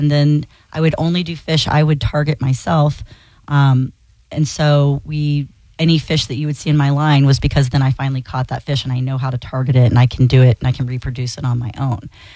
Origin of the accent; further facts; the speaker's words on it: Gainesville, Florida, United States; moved away as an adult; now in St. Petersburg, United States; I grew up in Gainesville, actually, and I would fish the ponds and lakes there as a little girl in Rodman's Dam, and then I moved to St. Pete about 15 years ago.